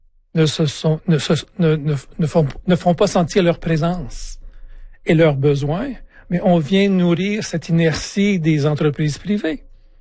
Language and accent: French; Quebec, Canada; moi, en tant que Québécois qui a vécu les années 60, 70 au Québec